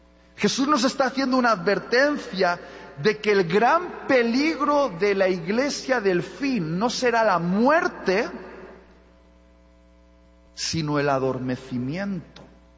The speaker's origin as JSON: {"language": "Spanish", "country": "Spain", "said": "Os lo pido como español"}